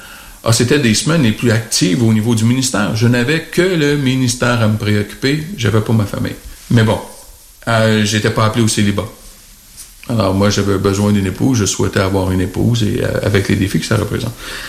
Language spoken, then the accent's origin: French; Quebec, Canada; chez nous, au Québec